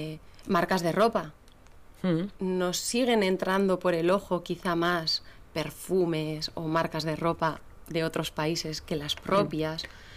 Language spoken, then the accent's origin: Spanish; Basque Country, Spain; born there; Mi ama es gallega. Y mi aita es leonés. Yo nací aquí en Euskadi.